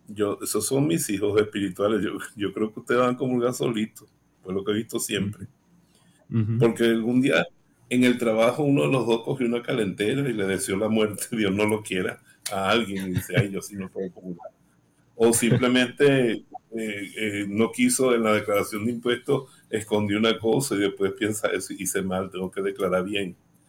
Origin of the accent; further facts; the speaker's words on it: Venezuela; Y hay cosas de la parroquia, como decimos los venezo